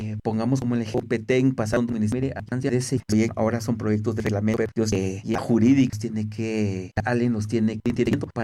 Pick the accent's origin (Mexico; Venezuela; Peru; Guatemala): Guatemala; estar conscientes de que esa cultura vial es lo que necesitamos como guatemaltecos también.